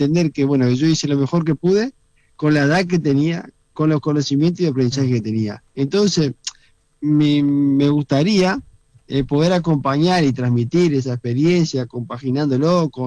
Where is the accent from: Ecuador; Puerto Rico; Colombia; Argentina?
Argentina; Reconquista, Santa Fe; me crié en Reconquista, en una ciudad pequeña, donde jugaba mucho en la calle